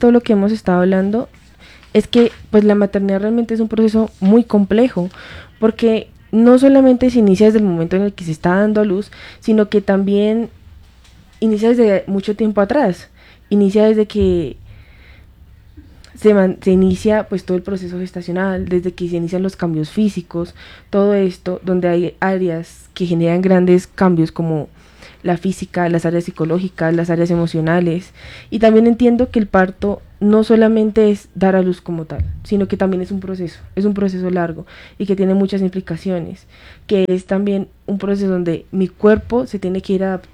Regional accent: Colombia; nuestro propio país Colombia

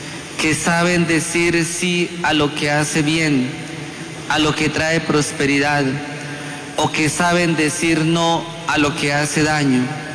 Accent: Santa María, Boyacá, Colombia; Yo soy de Santa María.

